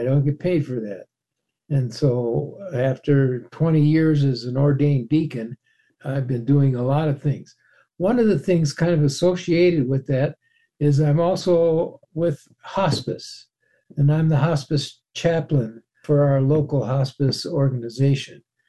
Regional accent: Minneapolis, Minnesota, United States; moved away as an adult; now in Gunnison, United States; I'm going to be 84 years old in April, and I live in Gunnison, Colorado. I'm from Minnesota, Minneapolis and St. Paul, went to the University of Minnesota.

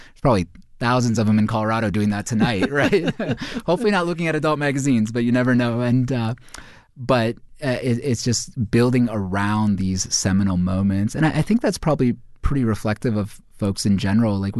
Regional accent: India; of course, as an Indian author, my stories are about Indian folks

